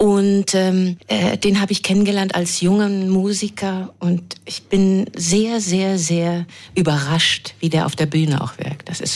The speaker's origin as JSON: {"language": "German", "region": "Hamburg", "country": "Germany", "said": "Ich komme aus Hamburg. Da ist viel Wasser."}